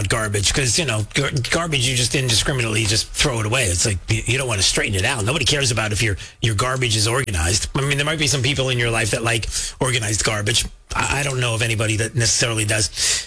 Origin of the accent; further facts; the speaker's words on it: Alabama, United States; I'm still from Alabama.